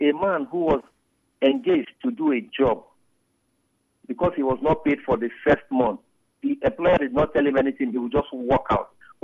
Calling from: Nigeria; I'm from Eletaya.

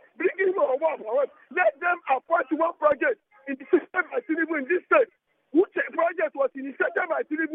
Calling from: Abokeche, Nigeria; from Abokeche.

